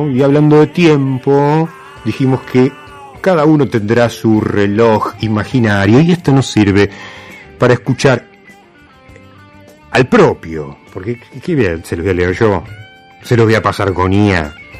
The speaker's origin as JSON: {"language": "Spanish", "country": "Argentina", "said": "porque ante todo somos argentinos"}